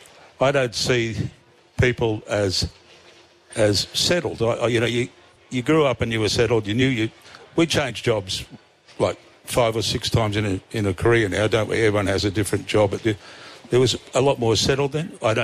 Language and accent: English; Brisbane, Queensland, Australia; Yeah, I was born in Brisbane and, you know, grew up a Queenslander.